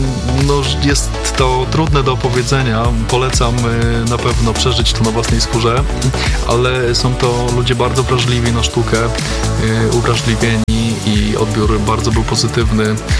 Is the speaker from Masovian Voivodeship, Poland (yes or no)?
yes; Radom, Masovian Voivodeship, Poland; do tego mogłem dołożyć taką skromną polską cegiełkę i również zagrać ten polski, w moim przypadku radomski akcent na japońskiej ziemi.